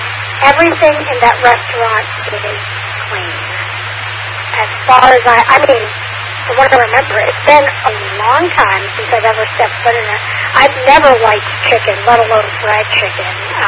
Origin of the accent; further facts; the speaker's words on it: Baton Rouge, Louisiana, United States; So, as y'all know, I am from Baton Rouge, Louisiana, so the south of Louisiana